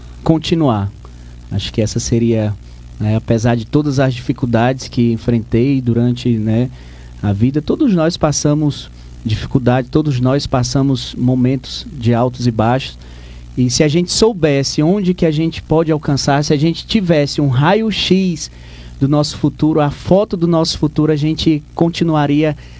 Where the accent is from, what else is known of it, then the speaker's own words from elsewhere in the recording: Brasiléia, Acre, Brazil; moved away as an adult; Isso, natural, brasileiro. E sou de lá, sou do Acre. Extremo norte, na divisa com a Bolívia.